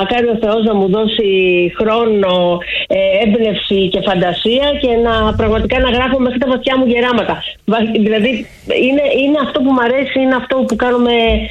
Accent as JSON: {"language": "Greek", "town": "Ioannina", "region": "Epirus", "country": "Greece", "tie": "born or raised there", "said": "Ήθελα να γράψω κάτι για τον τόπο μου, για τα Γιάννενα, για την Ήπειρο."}